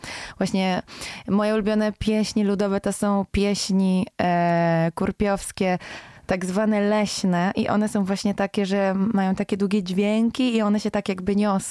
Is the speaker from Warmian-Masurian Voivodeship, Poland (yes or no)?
yes; Węgorzewo, Warmian-Masurian Voivodeship, Poland; also born or lived in Warsaw; ja jestem pół warszawianką, pół mazurką, tak bym to nazwała, bo tak urodziłam się w Warszawie. Moi rodzice w międzyczasie, jak byłam mała, się wyprowadzili na te Mazury i jakby spędzałam tam bardzo dużo czasu, tak. Ale jednak urodziłam się w Warszawie, więc tą warszawianką troszkę też jestem.